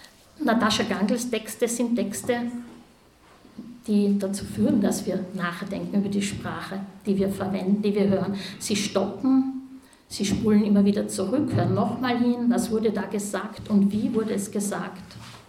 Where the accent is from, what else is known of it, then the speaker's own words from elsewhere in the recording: Upper Austria, Austria; Ich bin Oberösterreicherin, muss mich entschuldigen, dass ich weder das Steirische richtig kann, noch das Niederösterreichische.